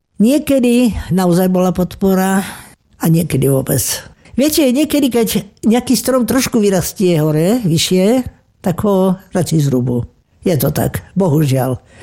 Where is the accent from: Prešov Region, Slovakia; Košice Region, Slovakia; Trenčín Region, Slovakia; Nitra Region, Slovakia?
Prešov Region, Slovakia; Kežmarok; born or raised there